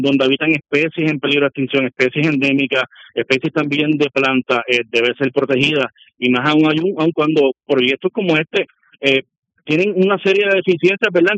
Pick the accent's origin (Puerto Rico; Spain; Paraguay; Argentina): Puerto Rico; es coger una lista de todas las cosas que no queremos como puertorriqueños que nos sucedan